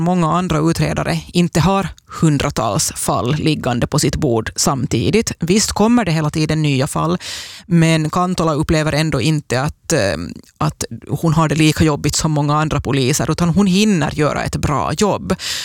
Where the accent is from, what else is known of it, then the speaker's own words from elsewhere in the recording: Ostrobothnia, Finland; Både du och jag är österbottningar